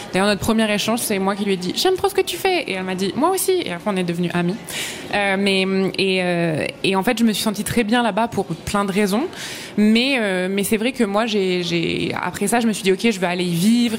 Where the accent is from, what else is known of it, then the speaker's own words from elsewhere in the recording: France; moved away as an adult; now in Montreal, Canada; J'habitais à Montréal. Et donc, je trouve qu'on voit absolument que je suis une Française qui vit à Montréal.